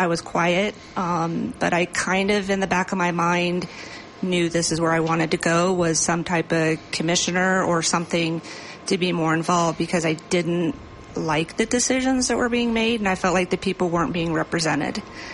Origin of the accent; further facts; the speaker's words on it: Idaho Springs, Colorado, United States; I grew up in Idaho Springs and raised my family in Idaho Springs as well with my husband.